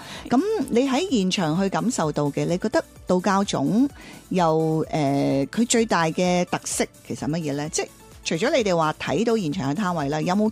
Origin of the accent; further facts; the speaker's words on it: Taishan, Guangdong, China; 我自己本身真的很喜欢吃我家乡的咸肉粽、啦，这些都是最标配的，即是最传统的。但是莲子好像 台山的鹹肉粽真的很少加、